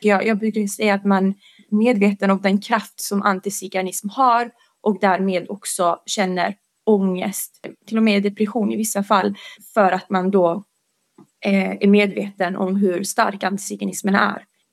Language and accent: Swedish; Bosnia & Herzegovina; now in Sweden; Jag är rom från Bosnien, så jag är bosnisk rom. Och det innebär alltså att vi pratar bosnisk romani.